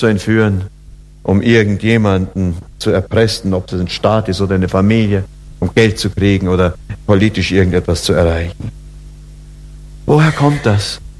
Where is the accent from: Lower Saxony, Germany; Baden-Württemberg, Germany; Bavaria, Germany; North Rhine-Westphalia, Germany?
Bavaria, Germany; Oberammergau; born or raised there